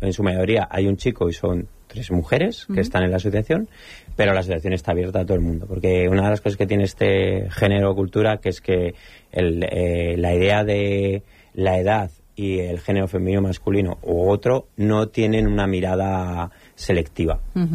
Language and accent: Spanish; Madrid, Community of Madrid, Spain; Yo soy de Madrid natural y allí era como más común que esto pasara ya pronto.